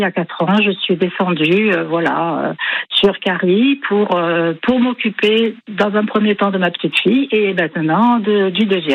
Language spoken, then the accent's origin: French; Bourges, Centre-Val de Loire, France; moved away as an adult; also born or lived in Aveyron; Je suis de Bourges, je suis du département du Cher.